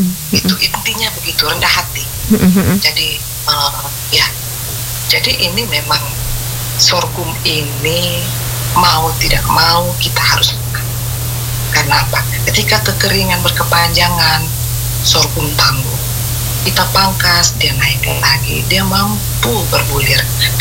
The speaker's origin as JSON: {"language": "Indonesian", "area": "Flores", "region": "East Nusa Tenggara", "country": "Indonesia", "said": "kita orang Flores"}